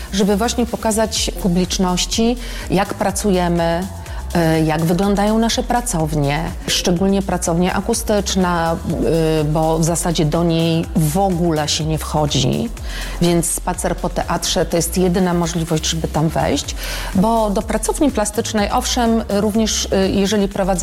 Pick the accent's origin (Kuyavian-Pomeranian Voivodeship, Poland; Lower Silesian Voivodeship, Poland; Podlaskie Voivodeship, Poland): Podlaskie Voivodeship, Poland; Białystok; moved away as an adult; now in Olsztyn, Poland; Pochodzę z Białegostoku.